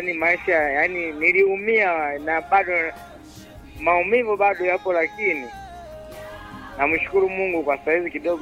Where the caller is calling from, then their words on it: Ilula, Iringa, Tanzania; niko Ilula Sinja Mbuyu.